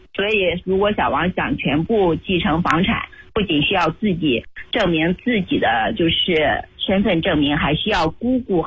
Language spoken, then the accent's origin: Chinese; China